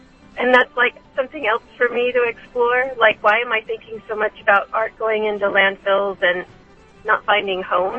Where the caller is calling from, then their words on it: Del Rio, Texas, United States; Del Rio, Texas.